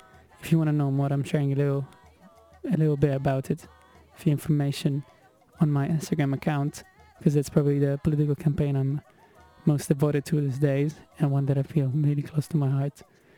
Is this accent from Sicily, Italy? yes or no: yes; Messina, Sicily, Italy; my hometown Messina.